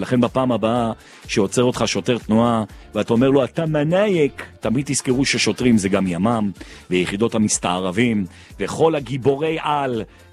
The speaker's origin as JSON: {"language": "Hebrew", "town": "Jerusalem", "region": "Jerusalem District", "country": "Israel", "said": "אני ירושלמי גאה."}